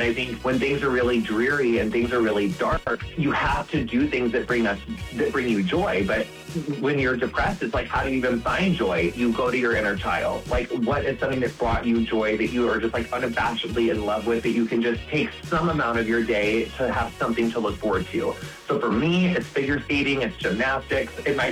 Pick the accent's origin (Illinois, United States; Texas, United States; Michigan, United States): Illinois, United States; Quincy; I'm from Quincy. It's like not that far away.